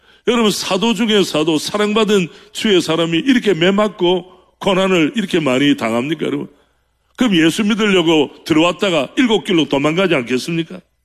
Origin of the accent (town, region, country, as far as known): South Korea